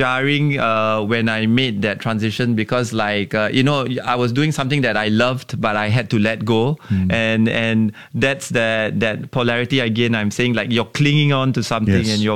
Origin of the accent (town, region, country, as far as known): Singapore